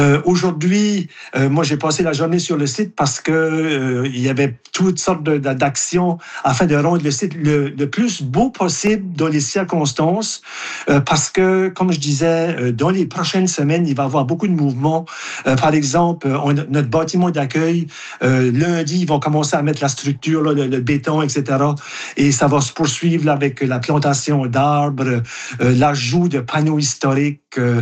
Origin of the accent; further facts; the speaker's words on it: Saint-Louis-de-Kent, New Brunswick, Canada; chez nous, à Saint-Louis-de-Kent